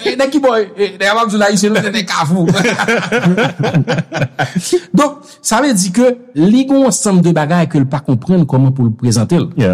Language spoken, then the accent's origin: French; Brazil; Non, si je parle français, je parle créole, je suis brésilien.